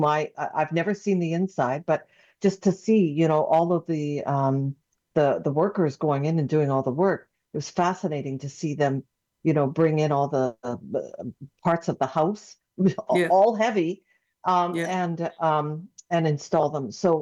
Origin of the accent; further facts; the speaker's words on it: Saskatoon, Saskatchewan, Canada; I was from Saskatoon